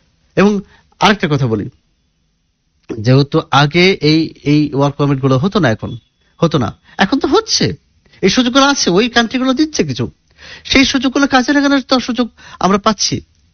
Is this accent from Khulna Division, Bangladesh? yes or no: yes; Kushtia, Khulna Division, Bangladesh; আমার বাড়ি কুষ্টিয়াতে, তো আমার বাড়ি যেখানে তার কাছেই ঠিক আরেকজনের বাড়ি